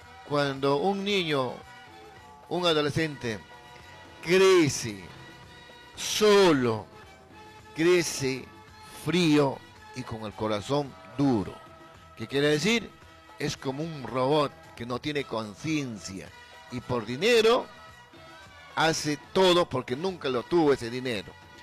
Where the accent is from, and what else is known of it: Peru